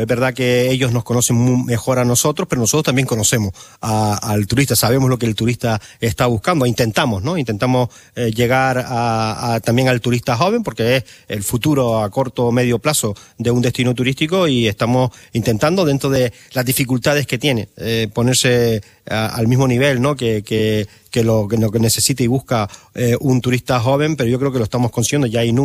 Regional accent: San Bartolomé de Tirajana, Canary Islands, Spain; Yo soy del sur. Tú sabes que yo soy del sur de Gran Canaria, soy de San Bartolomé, de Tirajana.

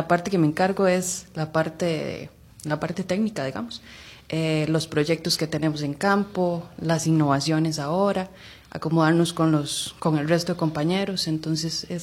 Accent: Zarcero, Alajuela, Costa Rica; Yo igual crecí en Zarcero.

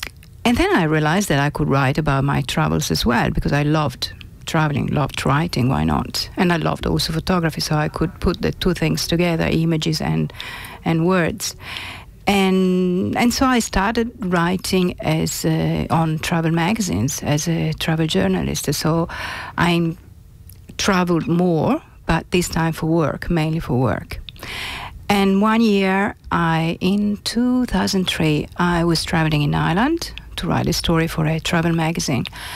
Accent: Italy; accent: Italian; English is a second language; moved away as an adult; also born or lived in Milan; I was living in Italy. Obviously, probably you understood from my accent. So I was living in Italy, in Milano

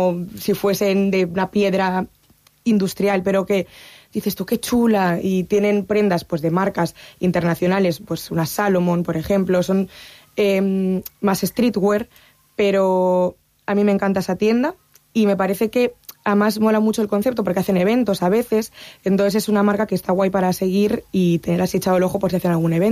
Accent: Oleiros, Galicia, Spain; que si soy de Pontevedra me compro las playas de Pontevedra, yo soy de Oleiros, por las playas de Oleiros.

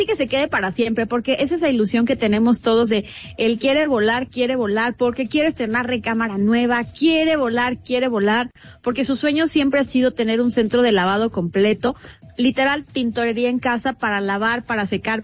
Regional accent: Mexico; nosotros como buenos mexicanos sabemos del cómo se mueve la economía

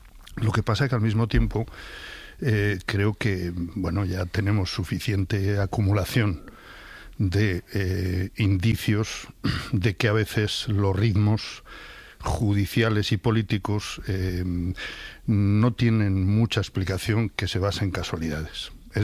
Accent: León, Castile and León, Spain; No es sospechoso, para... soy de León.

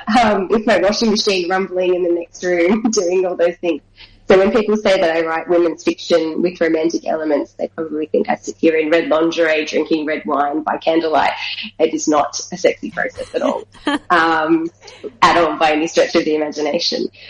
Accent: Melbourne, Victoria, Australia; So I was born here in Melbourne. My parents were born in northeastern Victoria in a rural country town called Myrtleford to Italian migrant parents. So I'm technically second generation Australian.

